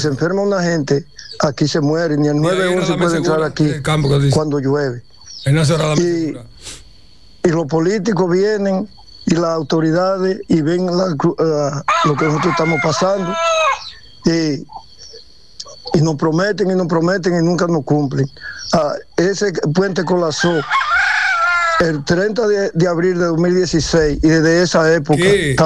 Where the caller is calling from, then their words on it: San Juan de la Maguana, San Juan, Dominican Republic; de Los Cerros y Chalona, San Juan de la Maguana. Nosotros tenemos 10 años reclamando por un puente, que nosotros vivimos en una isla, que cuando llueve nosotros no encontramos por dónde salir.